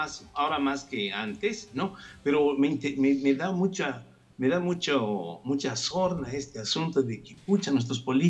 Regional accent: Bolivia

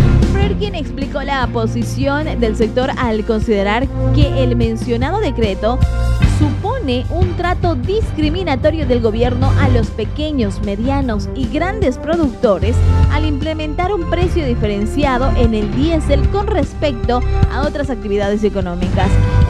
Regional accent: Bolivia; muchos de nosotros como bolivianos

